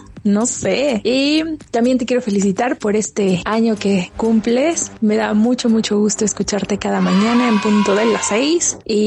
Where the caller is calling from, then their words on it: Puebla, Mexico; los escucho desde San Baltasar.